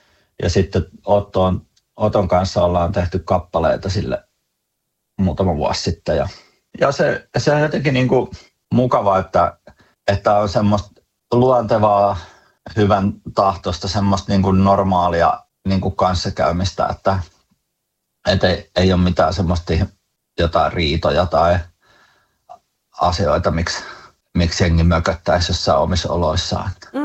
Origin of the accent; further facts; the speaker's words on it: Tavastia, Finland; se on jotain semmoista niin kuin hämäläisyyttä, että ei niin jotenkin leuhoteta kotikulmilla